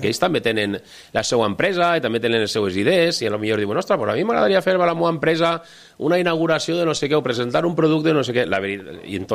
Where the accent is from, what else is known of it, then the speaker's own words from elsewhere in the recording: Cocentaina, Valencian Community, Spain; nosaltres, independentment de que som de Cocentaina, així en Alcoy és una barbaritat.